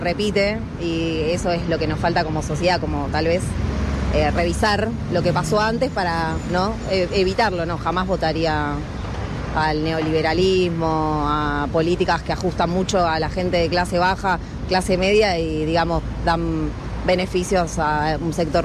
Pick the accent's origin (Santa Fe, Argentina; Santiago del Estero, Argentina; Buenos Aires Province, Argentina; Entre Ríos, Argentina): Buenos Aires Province, Argentina; Ramos Mejía; Soy maestra, soy de Ramos Mejía.